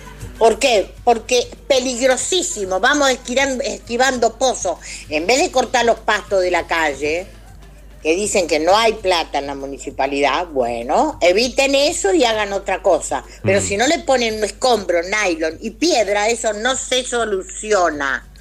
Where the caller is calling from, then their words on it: Capitán Bermúdez, Santa Fe, Argentina; de Capitán Bermúdez.